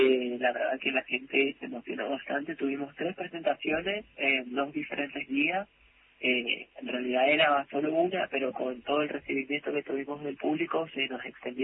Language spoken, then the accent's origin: Spanish; Misiones, Argentina; born there; nací acá en Misiones.